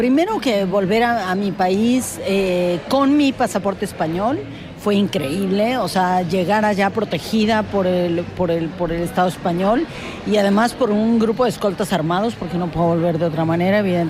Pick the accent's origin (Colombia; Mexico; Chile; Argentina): Mexico; moved away as an adult; now in Spain; volver a México fue regresar con mi propia voz y con mi propio cuerpo a un país al que pertenezco, que me pertenece y al que amo profundamente.